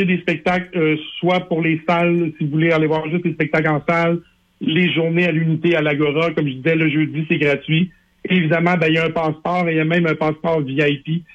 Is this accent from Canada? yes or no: yes; Quebec City, Quebec, Canada; chez nous à Québec